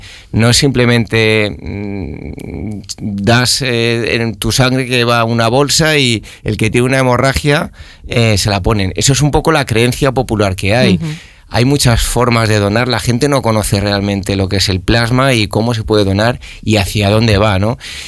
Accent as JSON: {"language": "Spanish", "country": "Spain", "said": "en mi pueblo, en Alpedregue"}